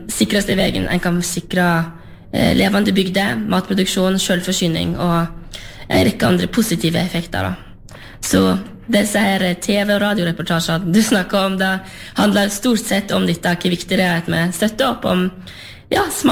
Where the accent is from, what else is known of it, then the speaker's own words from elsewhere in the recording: Sørheim, Vestland, Norway; Jeg kommer jo fra Sørheim, på sørsiden av Lustrafjorden, og etter hvert som jeg har vært større, så oppdaget jeg jo at verden er større enn Sørheim, utrolig nok.